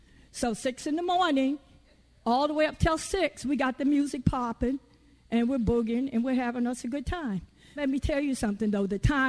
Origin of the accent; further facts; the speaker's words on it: Virginia, United States; I'm from Virginia. I was born below the Mason-Dixon line.